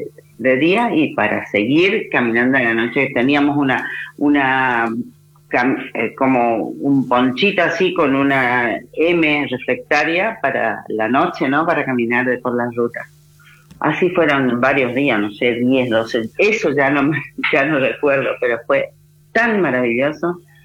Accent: Mercedes, Corrientes, Argentina; moved away; en mi pueblo, en nuestra tierra natal, Mercedes Corrientes

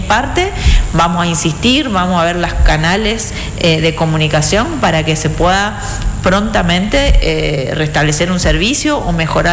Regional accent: Resistencia, Chaco, Argentina; nosotros somos de Villa Río Negro.

